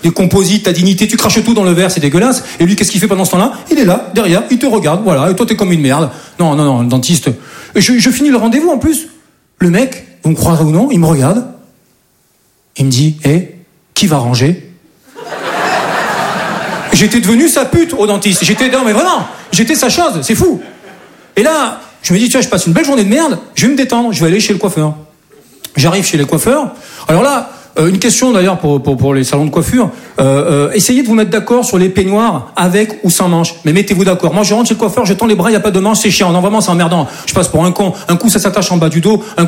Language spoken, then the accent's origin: French; Southern France, France; now in Paris, France; Je dis ça parce que moi, je viens du sud de la France. Et chez nous, c'est un peu plus tranquille, quoi. Et moi, voilà, je suis monté sur Paris, voilà, pour devenir comédien.